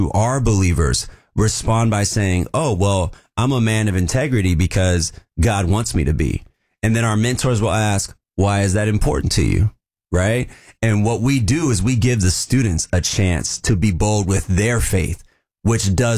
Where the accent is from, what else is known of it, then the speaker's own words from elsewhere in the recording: Vancouver, Washington, United States; So I grew up in Vancouver, Washington.